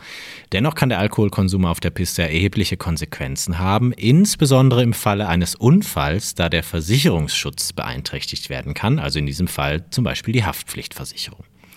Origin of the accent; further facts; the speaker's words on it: Krefeld, North Rhine-Westphalia, Germany; Ich trinke Gin Tonic mit einem Gin aus Krefeld, hier aus der Umgebung, wo ich herkomme.